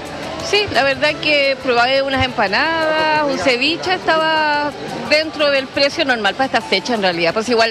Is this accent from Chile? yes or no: yes; Valdivia, Los Ríos, Chile; Soy de acá de Valdivia, sí.